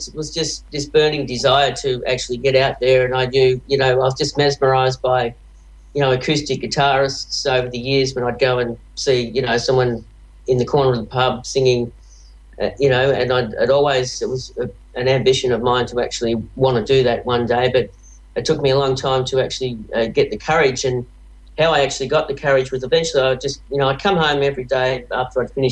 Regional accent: Williamstown, Victoria, Australia; I was born and bred in Williamstown

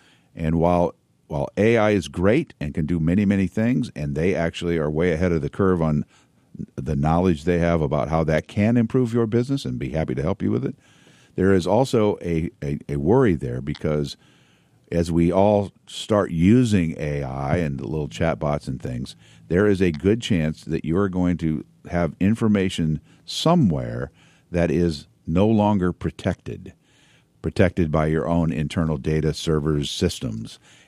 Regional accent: Pekin, Illinois, United States; I grew up in Pekin. Did you know that?

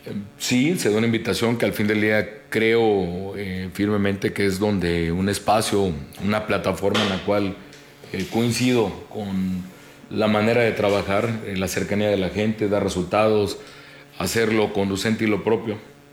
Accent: Ciudad del Carmen, Campeche, Mexico; yo soy de Ciudad del Carmen, ya ahorita ya me hablaron de que soy de otro lugar. No, yo soy de Ciudad del Carmen, nativo 100% de Ciudad del Carmen. Nací en casa de mi abuela con partera

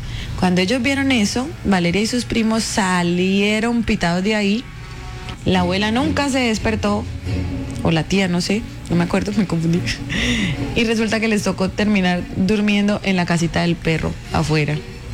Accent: Venezuela; moved away; yo crecí en un pueblito en Venezuela. Yo viví gran parte de mi vida en Venezuela, por eso amo tanto Venezuela, y crecí específicamente en un pueblito en la frontera.

